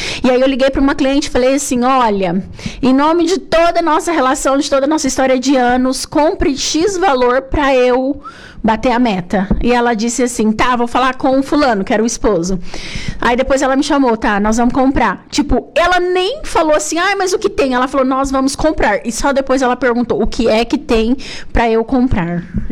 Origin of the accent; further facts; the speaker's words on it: Paraná, Brazil; moved away as an adult; also born or lived in Maringá / Curitiba; Eu sou paranaense, eu venho de lá, fui pro atacado em Maringá, fui pra Curitiba como representante e vim pra cá no atacado e tô desde então.